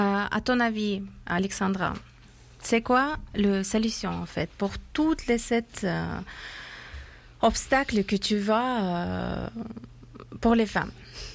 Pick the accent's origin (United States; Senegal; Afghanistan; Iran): Afghanistan; French is a second language; moved away; j'ai un visage de mon pays d'origine, d'Afghanistan, dans ma tête